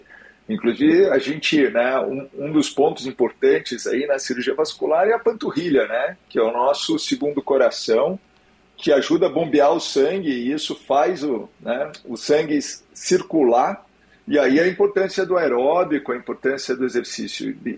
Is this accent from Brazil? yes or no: yes; Goiânia, Goiás, Brazil; moved away as an adult; now in São Paulo, Brazil; eu vim fazer residência em São Paulo, eu sou de Goiânia, e meu pai era daqui de São Paulo, foi para Goiânia e eu fiz o inverso.